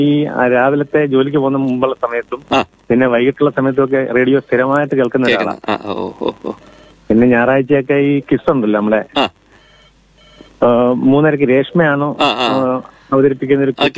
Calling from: Neeravil, Kerala, India; ഞാൻ നീരാവിൽ നിന്നാണ്.

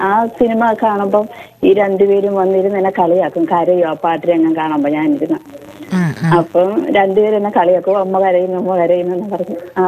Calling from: Kollam, Kerala, India; ഞാൻ കൊല്ലത്തുനിന്ന് വിളിക്കുന്നത്.

